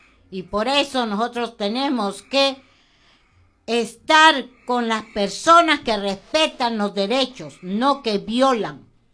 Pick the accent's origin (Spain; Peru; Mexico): Peru; Feliz Día de la Bandera como peruano.